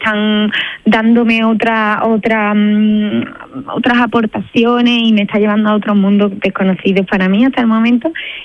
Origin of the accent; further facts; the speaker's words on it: Seville, Andalusia, Spain; me da mucha ilusión poderlo llevar a mi tierra, a la tierra